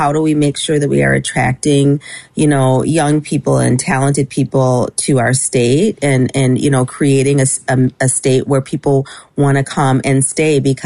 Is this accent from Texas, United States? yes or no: no; Troy, Michigan, United States; So I'm obviously from Troy. I've represented Troy for nearly 7 years.